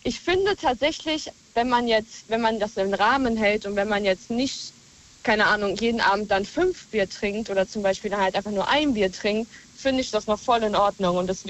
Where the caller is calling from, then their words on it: Montabaur, Rhineland-Palatinate, Germany; Aus Montabaur.